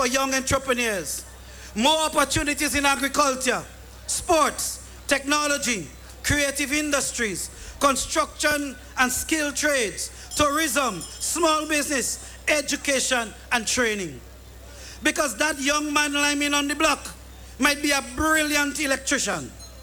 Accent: Chantimel, Grenada; I am from Chantimel, proudly so too.

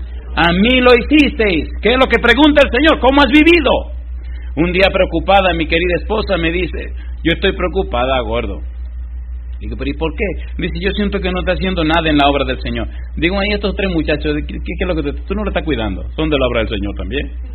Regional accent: Dominican Republic; en una ciudad que se llama La Romana en mi país

